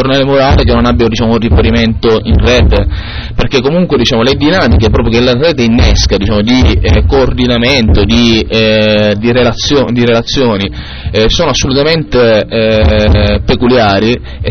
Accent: Catania, Sicily, Italy; parlo per Catania perché sono di Catania

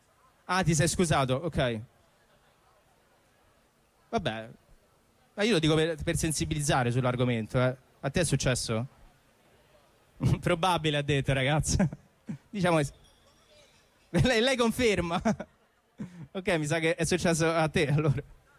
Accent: Rome, Lazio, Italy; alla fine io sono nato in Prati. Era il luogo giusto per dire pure questa cosa, vero? No, io sono di Prati.

